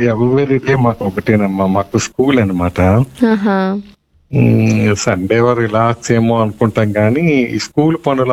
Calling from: Visakhapatnam, Andhra Pradesh, India; మాకు సింహాచలం 7 కిలోమీటర్లు

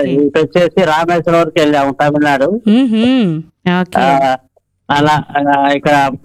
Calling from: Nandyal, Andhra Pradesh, India

